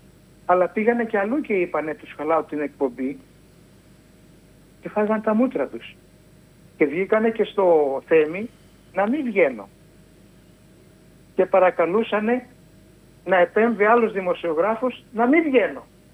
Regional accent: Greece; Γιατί είμαι Έλληνας.

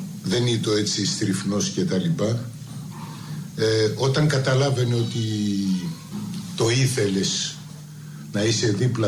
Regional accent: Istanbul, Turkey; now in Greece; Εν συνεχεία φύγαμε από την πόλη, ήρθαμε στην Ελλάδα

